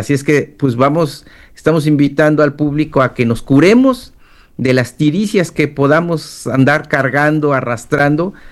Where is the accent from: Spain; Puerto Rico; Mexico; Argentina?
Mexico; Tezoatlán de Segura y Luna, Oaxaca; en la tradición de mi pueblo, por ejemplo, en la Mixteca, en Tezoatlán de Segura y Luna, Oaxaca